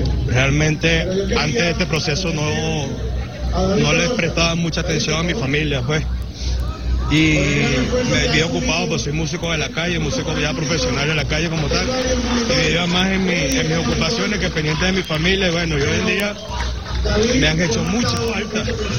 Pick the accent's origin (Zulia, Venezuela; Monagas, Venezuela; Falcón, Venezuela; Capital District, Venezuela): Monagas, Venezuela; Maturín; Yo soy de Maturín